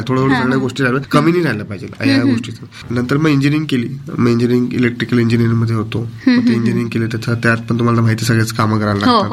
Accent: Jalgaon, Maharashtra, India; also born or lived in Mumbai; आणि बालपण माझं आधी म्हणजे आई मुंबईची असल्यामुळे तर आमचं सगळं मुंबईच बालपण होतं स्टार्टिंग पासून. नंतर मग काही वर्षानंतर आमी जळगावातच आलो.

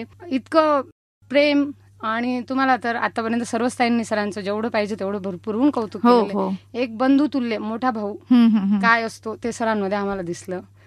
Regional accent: Wajirkhed, Maharashtra, India; moved away as an adult; now in Malegaon, India; मी मूळची मालेगाव पासून 6 किलोमीटरवर माझं माहेरी वजीरखेड म्हणून.

